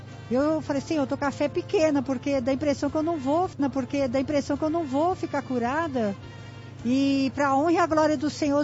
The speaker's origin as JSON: {"language": "Portuguese", "town": "Guarulhos", "region": "São Paulo", "country": "Brazil"}